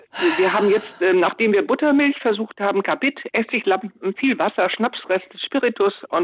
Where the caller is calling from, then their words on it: Lower Saxony, Germany; Ich rufe aus Niedersachsen an und wir wohnen in einem recht feuchten Gebiet.